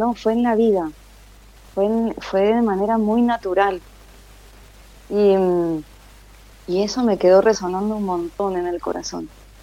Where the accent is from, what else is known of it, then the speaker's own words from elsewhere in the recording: Buenos Aires, Argentina; born there; also born or lived in France; Soy argentina, soy de acá de Buenos Aires, aunque de mí... viví en el campo, viví en la provincia hasta los 7 años.